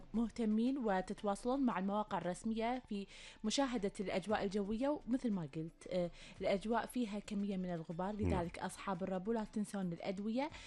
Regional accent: Kuwait; وأخبار ديرتنا الحبيبة الكويت.

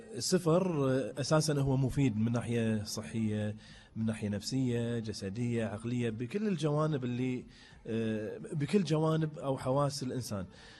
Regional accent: Kuwait; ونرجع مرة ثانية الكويت ونحوس فيها شوية ونكتشف الأماكن التاريخية والحضارية والسياحية اللي تمتلكها ديرتنا الحبيبة

